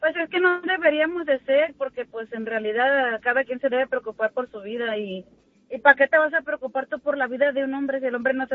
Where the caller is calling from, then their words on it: Nebraska, United States; ¿de dónde vienes? De Nebraska.